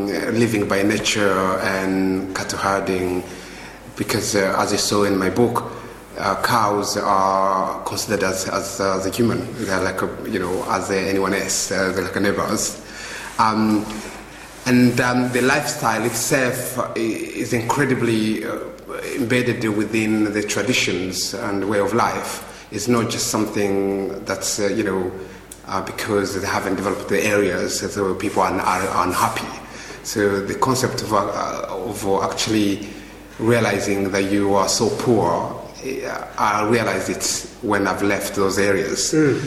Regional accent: United Kingdom; So as a British person

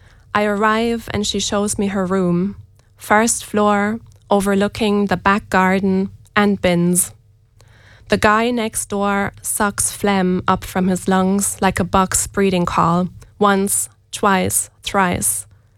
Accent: Münster, North Rhine-Westphalia, Germany; moved away as an adult; also born or lived in Ballina, Ireland; now in Galway, Ireland; I was born and raised in Germany, and then I moved to Ireland in 2019, and I was living in Ballina for years, and so I feel very connected to Mayo.

